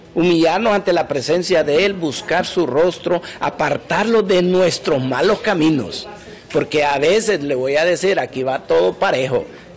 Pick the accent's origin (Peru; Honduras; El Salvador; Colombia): Honduras